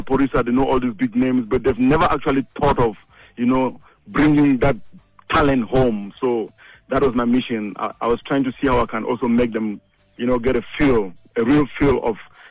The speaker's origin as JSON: {"language": "English", "country": "Cameroon", "moved": "yes", "said": "I'm from Cameroon"}